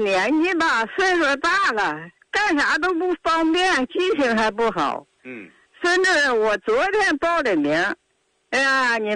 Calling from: Suifenhe, Heilongjiang, China; 牡丹江孙粉河镇的。

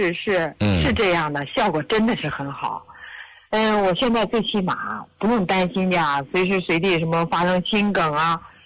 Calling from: Shijiazhuang, Hebei, China; 我是石家庄的一名退休老师。

